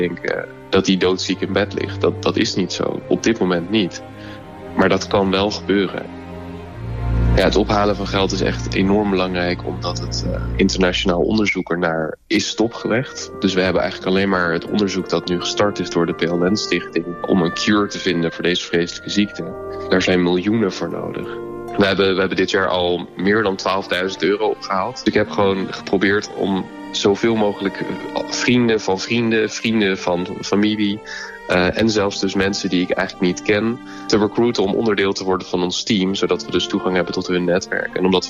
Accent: The Hague, South Holland, Netherlands; born there; moved away; Ik kom oorspronkelijk uit Den Haag.

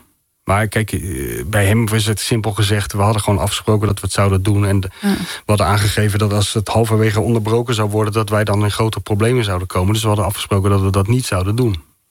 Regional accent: Zoetermeer, South Holland, Netherlands; ik ben dus opgegroeid in Zoetermeer.

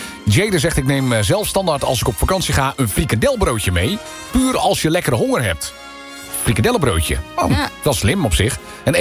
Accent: Netherlands; daarvan zijn we Nederlanders.

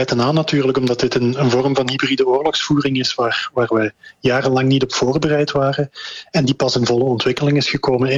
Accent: Belgium

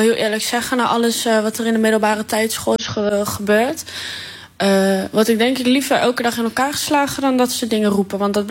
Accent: Hengelo, Overijssel, Netherlands; born there; ik kom natuurlijk uit Hengelo, Twente. Dus veel Nederlanders, veel Tukkers.

